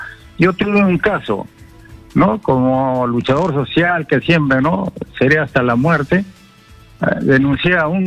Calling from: Ilo, Moquegua, Peru; Puerto Hilo

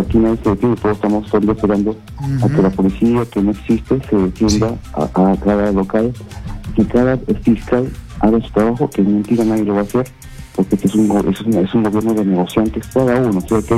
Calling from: Lima, Peru; De Lima, Lima.

